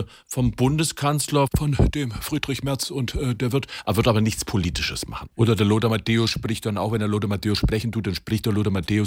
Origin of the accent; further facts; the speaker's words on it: Bielefeld, North Rhine-Westphalia, Germany; ich bin Bielefelder.